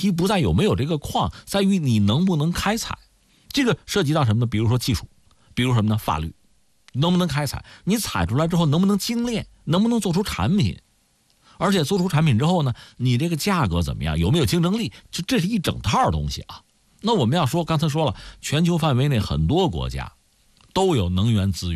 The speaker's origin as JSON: {"language": "Chinese", "country": "China", "said": "那我们中国人分析这个事情，你说做成这个事情天时地利人和呗"}